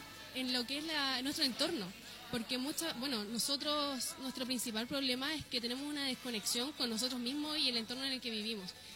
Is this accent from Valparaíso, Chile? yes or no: yes; Valparaíso, Chile; Soy nacida y criada en Valparaíso.